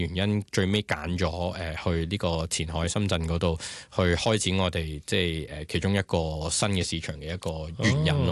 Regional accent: Hong Kong; 我哋香港人啦，

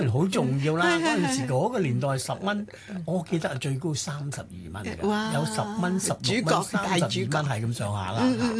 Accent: Hong Kong Island, Hong Kong; 嗰時 住柴灣第一段啊

